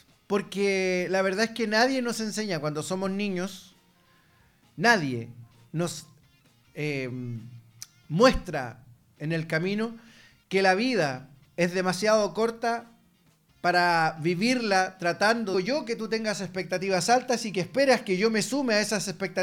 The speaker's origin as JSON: {"language": "Spanish", "country": "Chile", "said": "somos chilenos."}